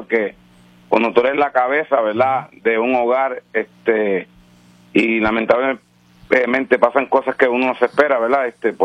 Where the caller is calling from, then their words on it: Moca, Puerto Rico; Sí, es de mi pueblo de Moca.